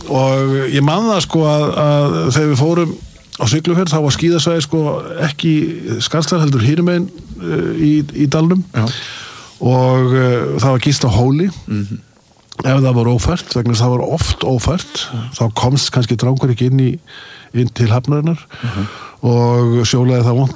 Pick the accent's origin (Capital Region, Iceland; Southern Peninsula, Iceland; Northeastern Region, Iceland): Northeastern Region, Iceland; Akureyri; En sko, að alast upp á Akureyri á þessum tíma í öllum þessum snjóalögum var alveg gríðalegt ævintýri.